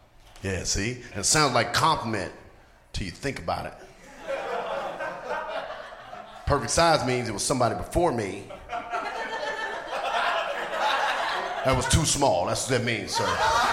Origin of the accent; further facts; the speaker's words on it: the South, United States; I'm from the South. I'm like, a white girl shining my